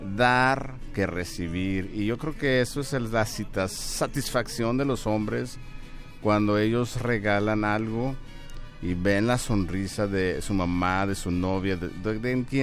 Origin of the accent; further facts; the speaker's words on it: Coahuila, Mexico; yo daba las mañanitas con mis amigos cuando era pequeño allá en Ejido Morelos